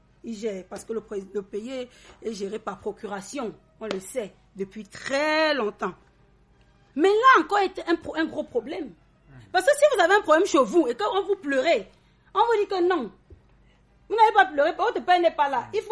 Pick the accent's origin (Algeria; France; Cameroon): Cameroon; en tant que Camerounaise.